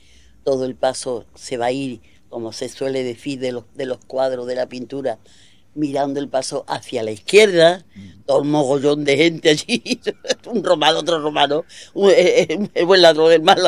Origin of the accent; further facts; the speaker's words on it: Seville, Andalusia, Spain; Como ciudadana sevillana, vamos, como sevillana. Y como sevillana, yo soy una sevillana, digamos, seria.